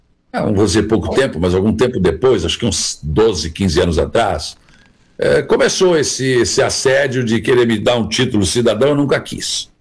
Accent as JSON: {"language": "Portuguese", "town": "Rio Grande", "region": "Rio Grande do Sul", "country": "Brazil", "tie": "born there", "moved": "yes", "lives_now": "Araranguá, Brazil", "said": "E hoje eu vou a Rio Grande, na cidade onde eu nasci, e eu não me sinto mais um rio-grandino, como eles dizem lá, eu me sinto araranguaense."}